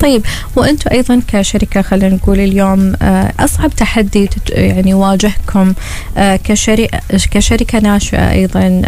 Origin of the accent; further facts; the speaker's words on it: Oman; احنا ايضا كشباب عمانيين